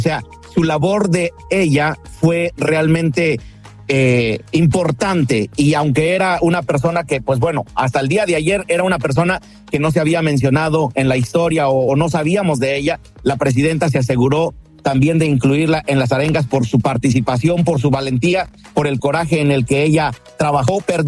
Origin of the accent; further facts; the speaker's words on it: Mexico; de saberme mexicano, de sentirme mexicano, de sentir este orgulloso, este orgullo que uno lleva de ser mexicano